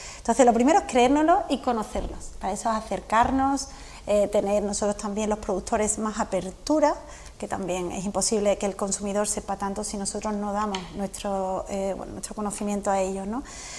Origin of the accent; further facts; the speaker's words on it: Huelva, Andalusia, Spain; now in Córdoba, Spain; es bodeguera de Huelva, que soy un poco chaquetera, pero llegué a Córdoba, me enamoré de Córdoba, luego de un cordobés y tuve mi hijo aquí